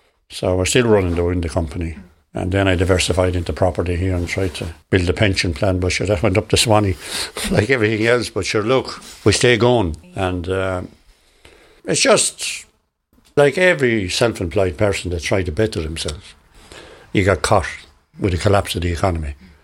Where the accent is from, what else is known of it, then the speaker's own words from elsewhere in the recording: Callan, Leinster, Ireland; born there; also born or lived in Dunamaggin; I was born here in Callan, and I lived here for years, and then I moved out to Dunamagan